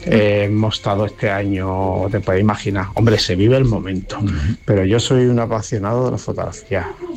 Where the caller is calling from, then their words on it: Chiclana de la Frontera, Andalusia, Spain; aunque soy de Chiclana